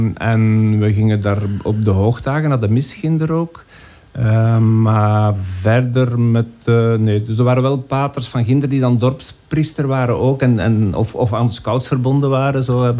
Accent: Averbode, Flanders, Belgium; moved away as an adult; Ik ben opgegroeid, ja, dus geboren en getogen tot mijn 17. Totdat ik naar Leuven ben gegaan om te studeren, heb ik mijn jeugd in Haverbode doorgebracht en school gelopen in het college in Diest.

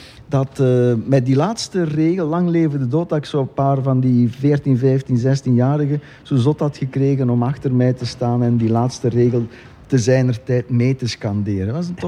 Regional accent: Flanders, Belgium; accent: Waasland; wij komen alle 2 van het Waasland.

